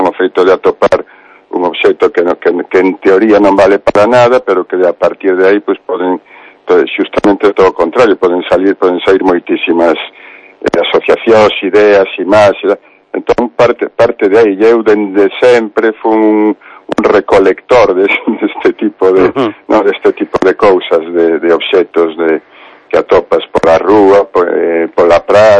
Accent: Ourense, Galicia, Spain; also born or lived in Mexico; Sí, sí, son ourensán y nací en México porque, bueno, son fillo da inmigración, muy frecuente que aquí en Ourense, ¿no?

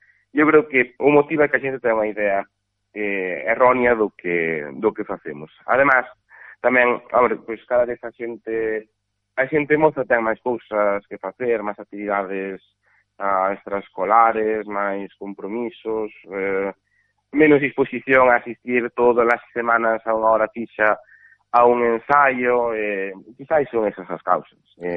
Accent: Carballo, Galicia, Spain; además eu son daqui, pues son de Carballo

